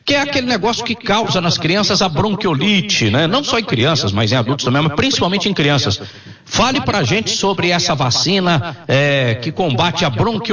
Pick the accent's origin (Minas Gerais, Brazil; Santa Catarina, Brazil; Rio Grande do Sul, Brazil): Minas Gerais, Brazil; Eu falo lá em Minas Gerais, que eu sou mineiro, né?